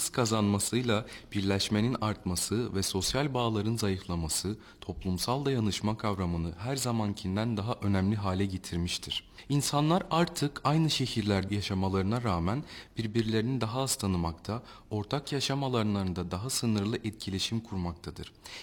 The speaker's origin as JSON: {"language": "Turkish", "town": "Plovdiv", "region": "Plovdiv Province", "country": "Bulgaria", "said": "Ben de yerli Plovdivliyim."}